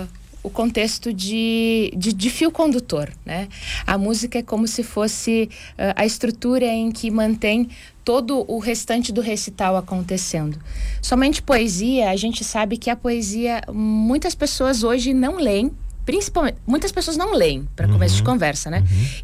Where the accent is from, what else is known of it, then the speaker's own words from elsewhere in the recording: Porto Vera Cruz, Rio Grande do Sul, Brazil; born there; also born or lived in Nova Araçá / Serra Gaúcha; now in Garibaldi, Brazil; A minha cidade natal é Porto Vera Cruz, lá na fronteira do estado, mas morei quase 20 anos na região da Serra já. Nova Araçá foi minha cidade recentemente e eu cheguei em Garibaldi há quase há 3 meses.